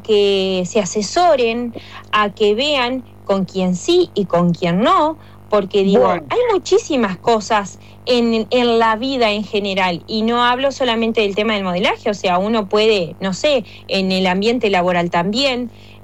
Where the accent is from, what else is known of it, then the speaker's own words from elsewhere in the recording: Uruguay; nosotros como uruguayos siempre ponemos el ejemplo del fútbol, ¿no?